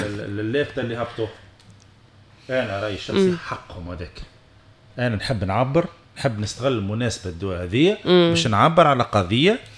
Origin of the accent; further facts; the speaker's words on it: Tunisia; انا كتونسي